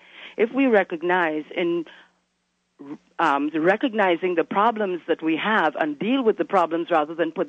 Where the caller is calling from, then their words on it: Toronto, Ontario, Canada; Oh, I'm calling from Toronto.